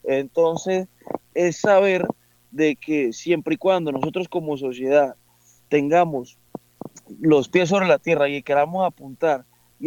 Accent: Buenaventura, Valle del Cauca, Colombia; todos somos hijos de Buenaventura

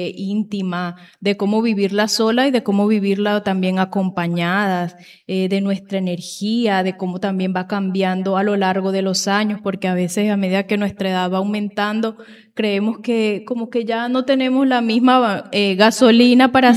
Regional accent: San Juan del Cesar, Cesar, Colombia; traer este mensaje a San Juan, a mi tierra

